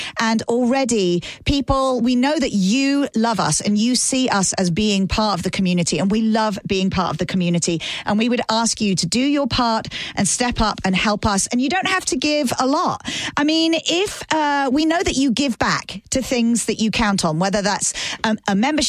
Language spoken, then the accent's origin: English; England, United Kingdom; moved away as an adult; now in Nashville, United States; I know sometimes I don't sound local because, you know, I'm from England, but I am. I have been in Nashville for a third of my life, 18 years this year.